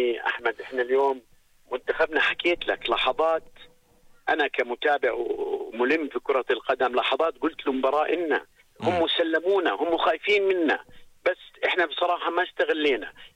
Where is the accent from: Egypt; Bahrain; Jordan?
Jordan; إحنا كأردنيين